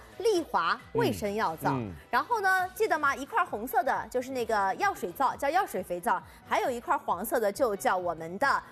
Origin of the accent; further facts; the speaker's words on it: Shanghai, China; 我相信我们上海人，包括我们的父母这边，太熟悉了。